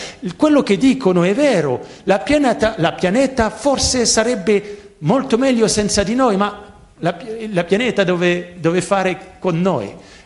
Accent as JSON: {"language": "Italian", "country": "France", "second_language": "Italian", "said": "particolarmente come francese, io so che noi diamo delle lezioni a tutto il mondo, se arrivo in Italia e dico voi dovete fare così, così, così, no"}